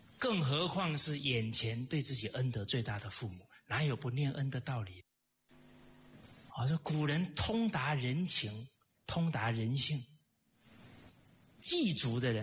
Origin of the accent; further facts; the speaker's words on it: Malaysia; 我们马来西亚华人都会回家扫墓